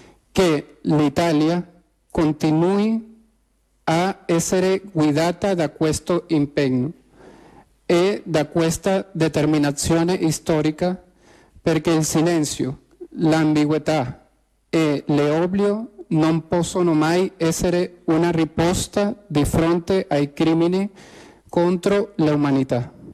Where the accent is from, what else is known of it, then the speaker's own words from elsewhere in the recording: Venezuela; Italian is a second language; da venezuelano e anche italiano